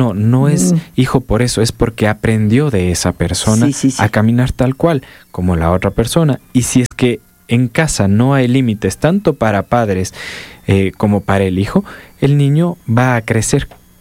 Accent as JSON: {"language": "Spanish", "country": "Ecuador", "said": "nuestra realidad como ecuatorianos"}